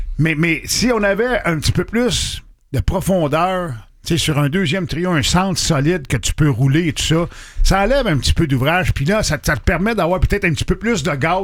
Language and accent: French; Montreal, Quebec, Canada; Moi, tu sais, je viens de Montréal, mais j'ai fait exprès.